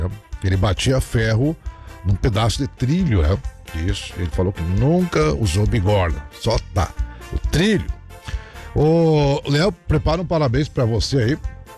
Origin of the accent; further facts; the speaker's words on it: Jacuí, Rio Grande do Sul, Brazil; Eu que fui ferreiro na minha infância, lá em Jacuí, ajudando lá o meu velho avô, né?